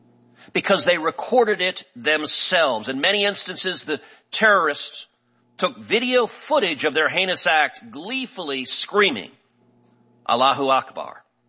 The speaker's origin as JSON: {"language": "English", "region": "Texas", "country": "United States", "tie": "born or raised there", "said": "My home state of Texas has done the same."}